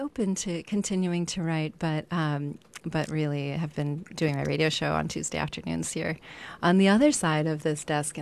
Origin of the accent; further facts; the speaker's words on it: Wisconsin, United States; moved away as an adult; I grew up in Wisconsin, and then went to University of Wisconsin for undergrad and did medical school at the Medical College of Wisconsin in Milwaukee